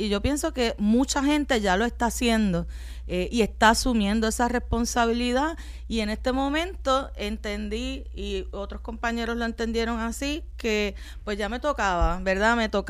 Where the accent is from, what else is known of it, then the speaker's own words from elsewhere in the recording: Bayamón, Puerto Rico; Yo soy de Bayamón. Toda mi familia es de Bayamón. Estudié toda mi vida en escuela pública, desde kinder hasta la Universidad de Puerto Rico